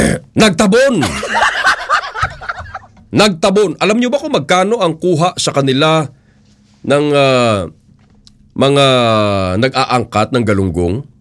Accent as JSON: {"language": "Tagalog", "region": "Mimaropa", "country": "Philippines", "said": "dito sa amin sa Palawan"}